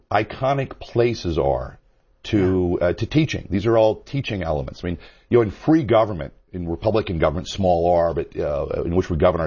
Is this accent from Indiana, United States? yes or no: no; California, United States; California, in the Central Valley of California, which, interestingly enough, has almost no...